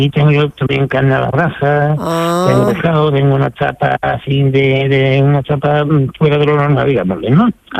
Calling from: Seville, Andalusia, Spain; En casa, aquí en Pinomontano.

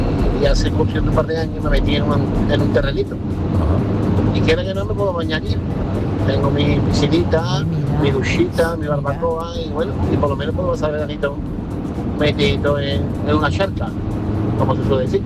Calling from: Seville, Andalusia, Spain; Buenas tardes … de Sevilla.

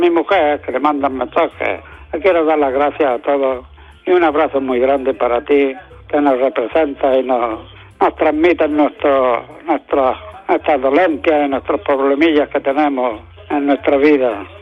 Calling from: Almuñécar, Andalusia, Spain; de Almuñécar.

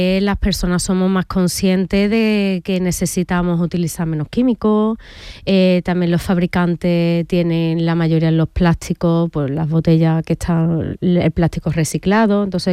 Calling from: Seville, Andalusia, Spain; estoy en Sevilla, en el polígono industrial La Negrilla ahora mismo.

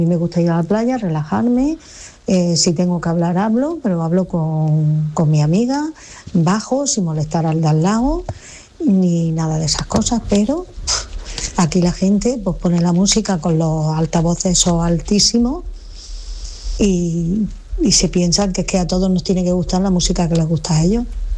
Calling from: Almería, Andalusia, Spain; de Almería.

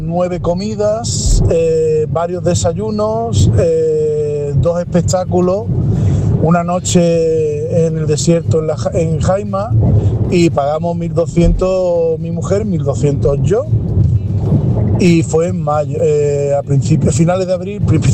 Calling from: Málaga, Andalusia, Spain; de Málaga.

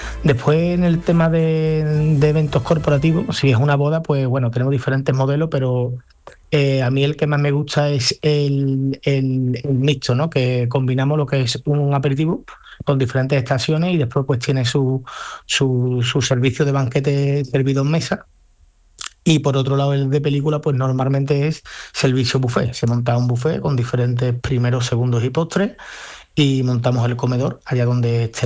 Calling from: Santiponce, Andalusia, Spain; Nosotros tenemos la oficina aquí en Santiponce, en Hacienda El Alba.

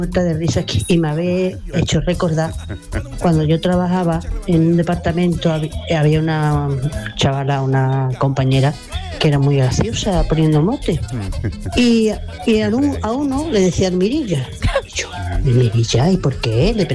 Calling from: Almería, Andalusia, Spain; de Almería.

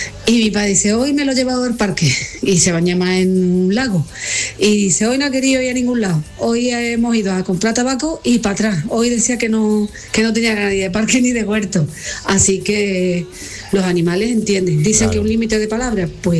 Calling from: Seville, Andalusia, Spain; de Sevilla.

